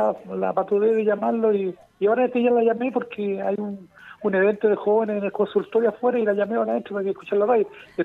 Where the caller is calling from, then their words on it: La Florida, Santiago Metropolitan Region, Chile; Yo soy de la Florida, como te comento, y estoy de visita